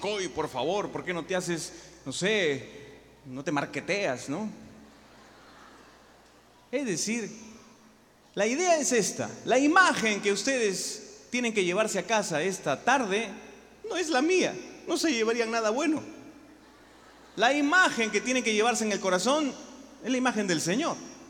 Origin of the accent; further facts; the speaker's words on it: Peru; soy músico católico, soy de Perú, tengo 20 años.